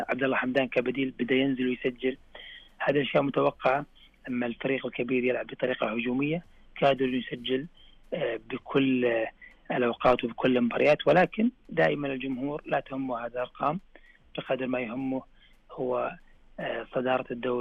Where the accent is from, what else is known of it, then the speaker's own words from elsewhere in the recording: Saudi Arabia; يفرحنا بكل امانه كسعوديين